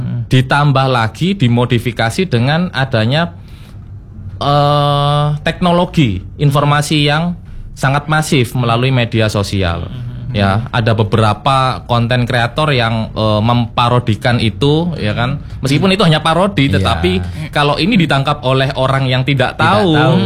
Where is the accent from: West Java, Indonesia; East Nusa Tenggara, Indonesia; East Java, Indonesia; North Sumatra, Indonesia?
East Java, Indonesia; Surabaya; Bahwasanya saya asli Surabaya, Mas. Jadi saya asli Surabaya, kampung dan juga pinggiran kota Surabaya.